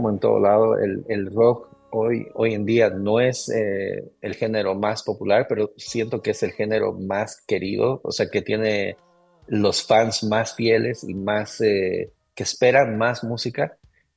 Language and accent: Spanish; Cochabamba, Bolivia; moved away; yo empecé el 2009 en Bolivia, yo soy boliviano, en Cochabamba, Bolivia.